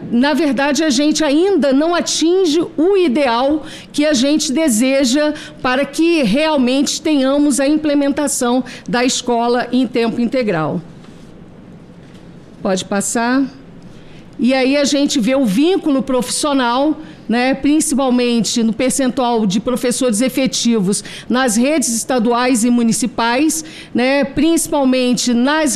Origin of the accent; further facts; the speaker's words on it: Campos dos Goytacazes, Rio de Janeiro, Brazil; Eu sou do município de Campos Goytacazes, estado do Rio de Janeiro.